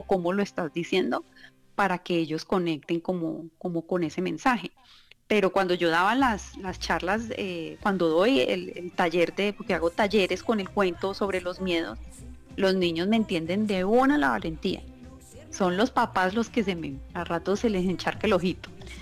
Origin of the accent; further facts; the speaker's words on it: Cali, Valle del Cauca, Colombia; somos muy caleñas